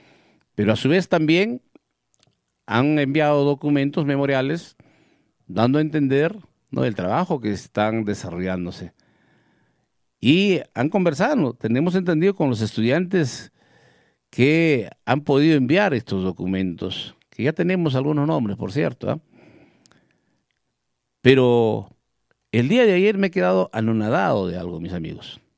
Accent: Villa Rica, Pasco, Peru; mi pueblo de Villarrica.

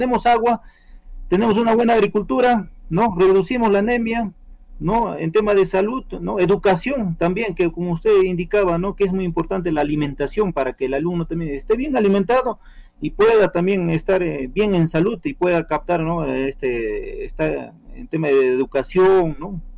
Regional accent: Chumpi, Ayacucho, Peru; Yo desde mi niñez, doctor, he vivido en Chumpi, ¿no?

